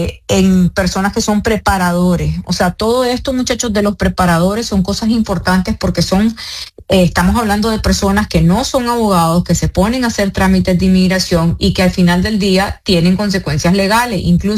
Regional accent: Nicaragua; now in Miami, United States; soy abogada americana, igual que nicaragüense, pero cuando yo fui abogada, después de ciertos años de ser abogada en Nicaragua, yo me pude hacer notario, y en mi país, en Nicaragua, solo los notarios te pueden, por ejemplo, casar.

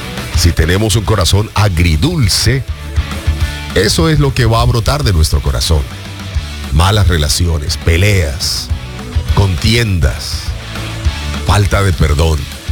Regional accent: Ibagué, Tolima, Colombia; born there; moved away; Nací en la ciudad musical de Colombia, Ibagué. Y no sigo por ese lado porque termino colocando el boom de tolimense. Soy colombiano de nacimiento, muy jovencito salí de Colombia, pero voy cada vez que puedo.

